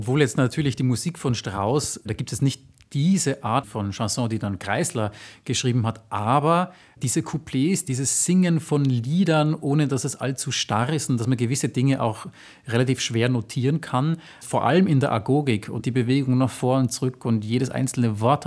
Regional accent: Graz, Styria, Austria; weil ich bin ja gar kein Wiener, ich bin ja Grazer

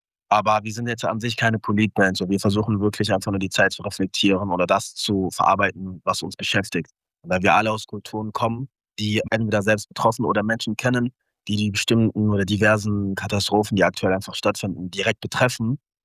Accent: Cologne, North Rhine-Westphalia, Germany; Wir sind ja in Köln aufgewachsen, also wir sind eine Kölner Band.

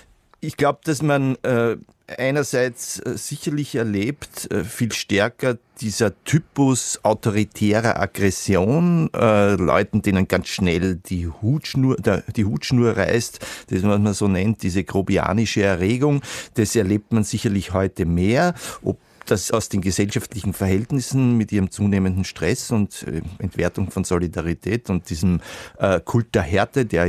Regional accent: Vienna, Austria; ich bin ja Wiener

